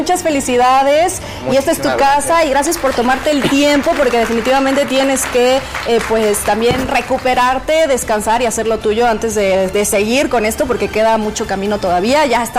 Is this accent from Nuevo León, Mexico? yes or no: yes; Monterrey, Nuevo León, Mexico; Oye, es que yo soy de Monterrey y cuando voy a visitar tengo mi lista de cosas que necesito comer.